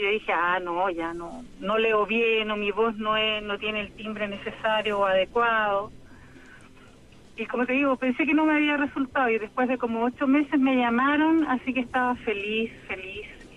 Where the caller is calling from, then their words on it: Santiago, Santiago Metropolitan Region, Chile; de acá de Providencia.